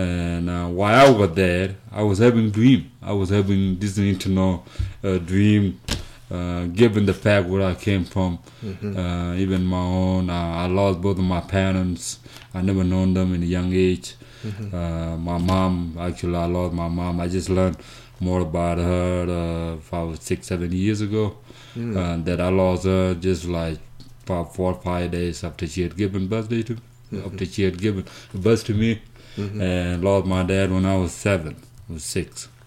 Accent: South Sudan; moved away; I started off, I'm kind of a former refugee. I'm originally from South Sudan, southeastern part of South Sudan.

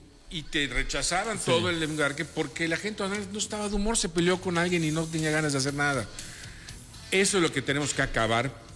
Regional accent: Mexico

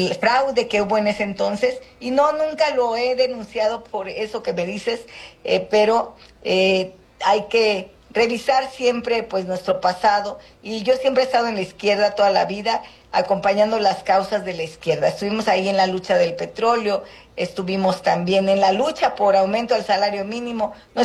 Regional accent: Guerrero, Mexico; Yo soy senadora afromexicana, soy de la Costa Chica, soy costeña y también pues me crié en la Tierra Caliente.

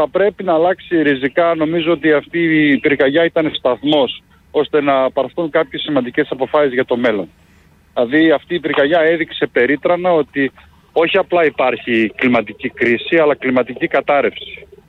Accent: Thessaloniki, Central Macedonia, Greece; Δεν είναι από εδώ τοπική, είμαστε από όλη την Ελλάδα. Εγώ είμαι από Θεσσαλονίκη

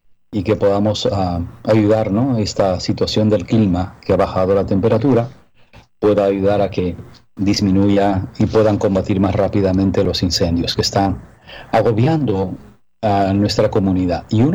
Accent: Peru; también en mi país, Perú, yo soy peruano, está habiendo unos incendios.

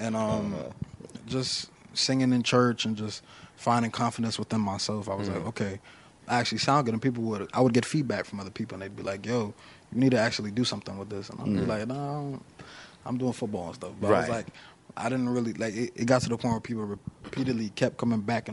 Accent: Florida, United States; growing up in Florida, it's like you just got to get to it.

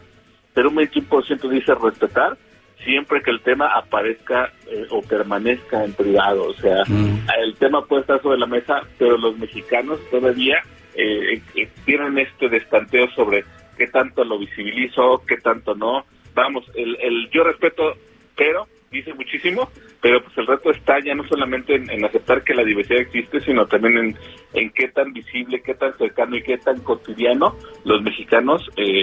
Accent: Mexico; Al fin de cuentas, así somos los mexicanos también.

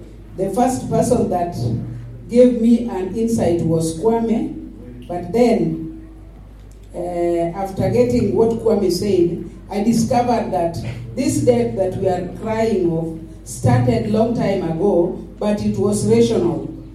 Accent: Kisumu County, Kenya; from Kisumu County.

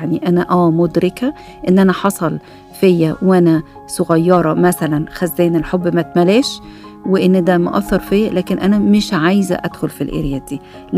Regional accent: Egypt; عندنا في مصر هنا

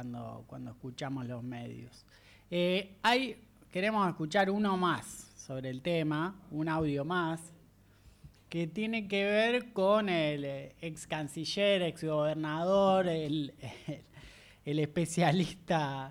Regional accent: Villa Luzuriaga, Buenos Aires Province, Argentina; now in Ramos Mejía, Argentina; donde yo viví casi toda mi vida.

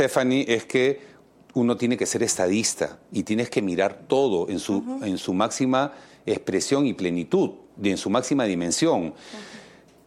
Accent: Peru; soy consciente como peruano

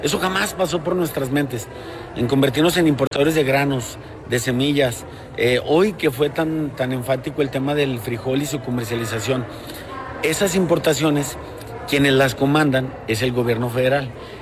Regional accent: Mexico; el rescate de la duranguinidad y por supuesto nuestra esencia como mexicanos.

